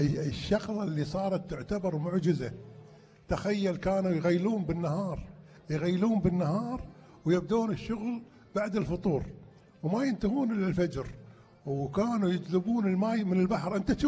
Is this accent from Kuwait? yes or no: yes; Kuwait